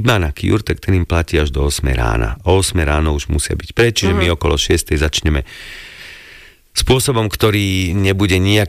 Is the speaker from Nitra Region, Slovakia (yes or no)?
no; Trenčín, Trenčín Region, Slovakia; Ja som z Trenčína